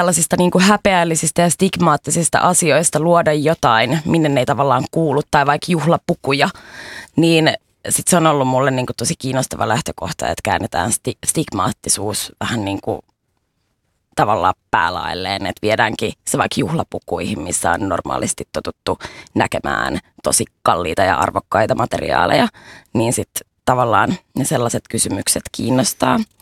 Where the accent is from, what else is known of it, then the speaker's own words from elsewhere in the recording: Helsinki, Uusimaa, Finland; mistä mä oon kotoisin, mä oon Sinipohjois-Helsingistä